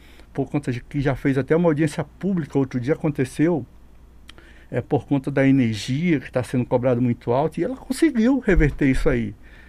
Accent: Uiramutã, Roraima, Brazil; Eu sou índio Macuxi do Iramutã.

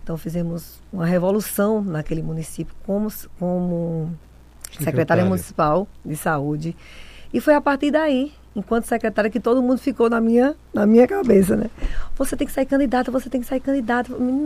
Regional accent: Paraíba, Brazil; moved away as an adult; also born or lived in São Paulo; now in Roraima, Brazil; Vim da Paraíba, na verdade sou paulista, criada na Paraíba e roraimada. Agora, cheguei aqui em 2003, né, com a esperança de um futuro melhor. Então, cheguei aqui junto com meu esposo

